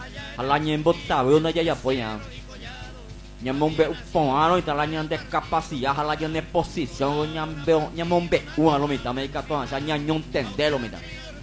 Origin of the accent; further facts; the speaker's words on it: Paraguay; como vecino, como pueblo paraguayo